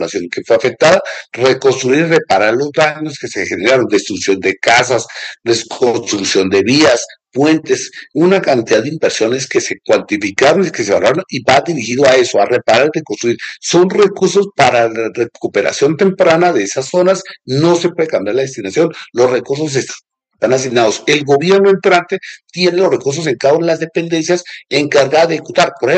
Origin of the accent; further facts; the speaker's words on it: Colombia; Allí tenemos nosotros, es que como colombianos, es una veeduría que esa decisión se haga y se haga correctamente.